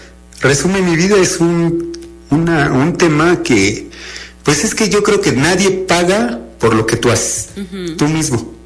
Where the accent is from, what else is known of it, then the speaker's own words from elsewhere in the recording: Oriental, Puebla, Mexico; also born or lived in Xalapa; Pues yo nací en Jalapa, Veracruz, ajá, pero toda mi vida he vivido en Oriental.